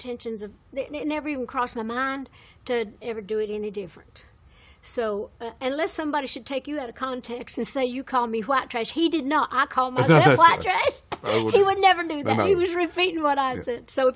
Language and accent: English; Tennessee, United States; moved away; they had shows in Knoxville, which was just 40 miles from my hometown.